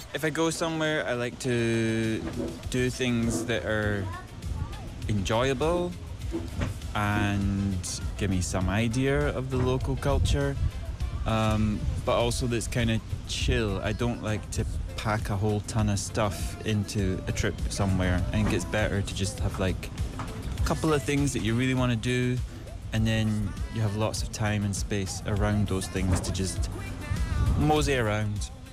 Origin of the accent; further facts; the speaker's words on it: Scotland, United Kingdom; now in Taiwan; I'm from Scotland.